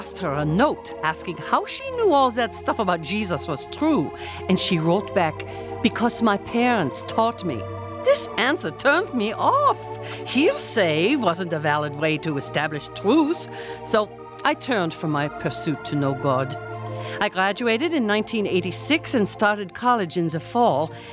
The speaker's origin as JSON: {"language": "English", "country": "Germany", "second_language": "English", "moved": "yes", "said": "I'm from Germany. I'm in university there."}